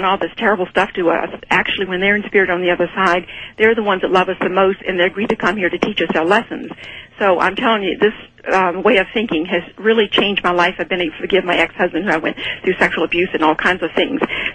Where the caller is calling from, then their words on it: Honolulu, Hawaii, United States; I'm calling from Honolulu, Hawaii.